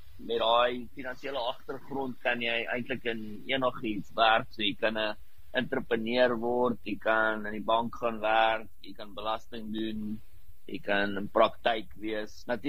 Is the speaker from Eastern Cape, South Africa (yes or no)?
no; Boksburg, Gauteng, South Africa; born there; Ek is gebore in Boksburg. My ouers so 'n bietjie die land getoer, so ek was so 5 laerskole gewees. Toe was ek gelukkig net in een hoërskool gewees hier in die Oosrand by Hoërskool Goudrif.